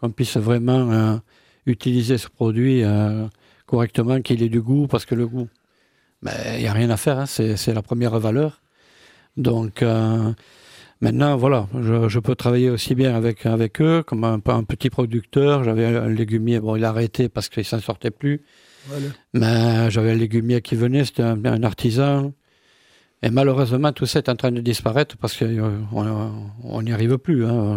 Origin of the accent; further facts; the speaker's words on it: Narbonne, Occitanie, France; moved away; C'est Narbonne, en fait.